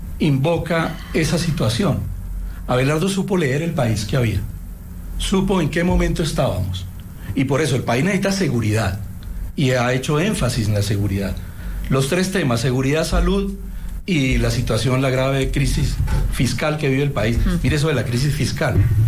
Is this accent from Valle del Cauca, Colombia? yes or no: no; Huila, Colombia; En mi tierra, por ejemplo, en el Huila